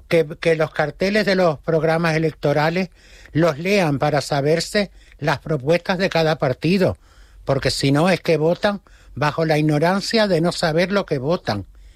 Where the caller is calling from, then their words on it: Canary Islands, Spain; que somos canarios y luego españoles.